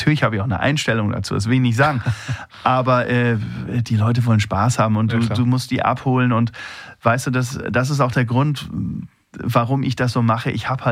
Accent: Schleswig-Holstein, Germany; ich natürlich auch ein Kind der Nordsee bin. Und der Ostsee natürlich genauso

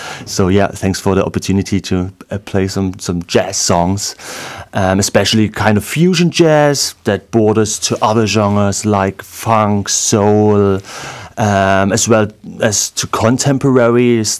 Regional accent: Dresden, Saxony, Germany; English is a second language; moved away as an adult; yeah, I'm born and raised in Dresden, but I've been living abroad for like roughly a decade, and have recently returned

